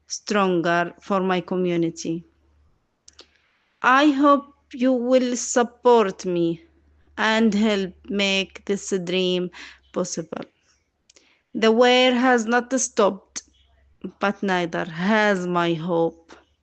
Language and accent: English; Gaza, Gaza Strip, Palestine; 32 years old. I am from Gaza, Palestine.